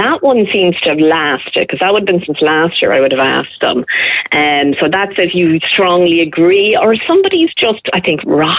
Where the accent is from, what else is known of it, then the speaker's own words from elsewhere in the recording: County Cavan, Ireland; So if you think, say you're from Donegal, I'm originally from Cavan, we might say, as opposed to you or ye, we might say yous.